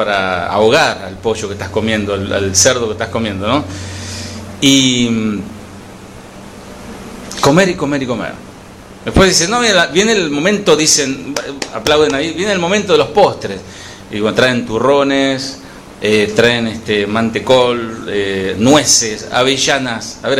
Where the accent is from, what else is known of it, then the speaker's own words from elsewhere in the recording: Argentina; como buen argentino, un asado